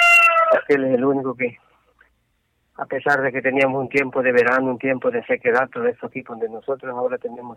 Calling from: Mazaguara, Honduras; Aquí de la colonia La Brisa, de Mazaguara.

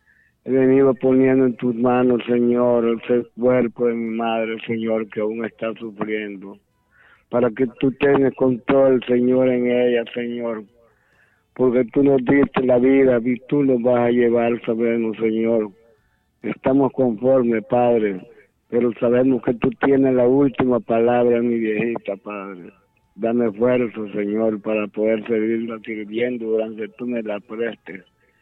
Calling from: Ajuterique, Comayagua, Honduras; Estoy llamando de Ajusterique

